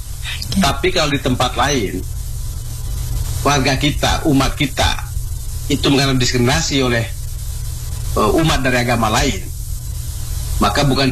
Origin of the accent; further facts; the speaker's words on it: East Nusa Tenggara, Indonesia; Bu Christine, saya dari Pantai Utara Flores, saya tahu betul cukup banyak keluarga dari satu atau satu klan misalnya, atau satu marga, satu keluarga besar, itu di dalamnya beragam.